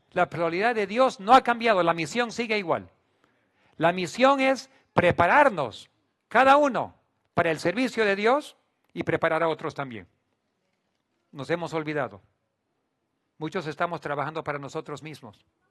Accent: Bolivia; Me hace casi llorar de alegría que mis padres me criaron aquí en Bolivia para poder aprender el español. Siendo boliviano, yo y mi esposa amamos este país

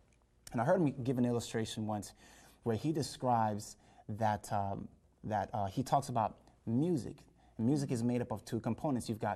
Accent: Jamaica; you know, I was born in Jamaica. And reggae music is a really big, you know, that's the music of Jamaica. And I remember growing up as a child, not a Christian, just, you know, worldly person.

